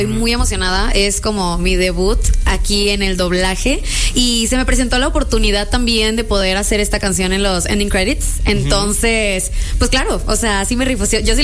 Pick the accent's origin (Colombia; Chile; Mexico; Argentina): Mexico; Reynosa, Tamaulipas; moved away; also born or lived in Monterrey, Nuevo León; Yo nací en Monterrey. Pero toda mi infancia la viví en Reynosa.